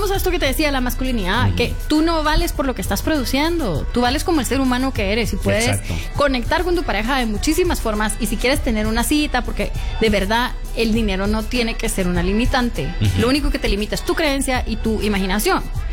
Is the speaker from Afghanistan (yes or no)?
no; Guatemala; Entonces ya fijo, sí soy chapín.